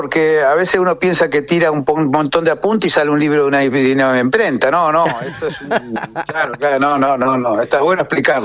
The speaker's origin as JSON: {"language": "Spanish", "town": "Allen", "region": "Río Negro", "country": "Argentina", "tie": "born there", "said": "Yo nací acá en Allen, pero muy identificado con el... Yo soy del Valle, es mi región esta."}